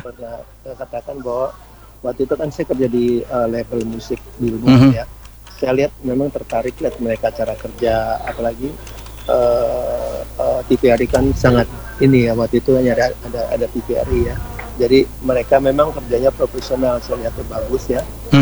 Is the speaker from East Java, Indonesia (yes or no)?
no; Manado, North Sulawesi, Indonesia; Iya, betul. Kita dari Manado.